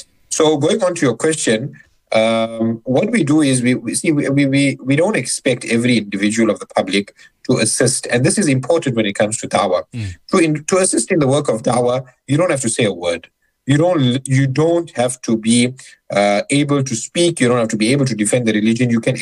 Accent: Durban, KwaZulu-Natal, South Africa; specifically Northcliffe, so that's in Johannesburg, and I'm from Durban, but I'll be flying up on Saturday morning just for this.

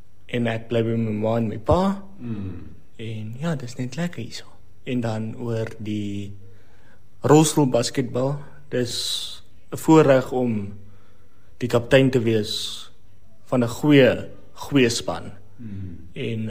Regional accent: Pretoria, Gauteng, South Africa; now in George, South Africa; So ek kom oorspronklik van Pretoria af.

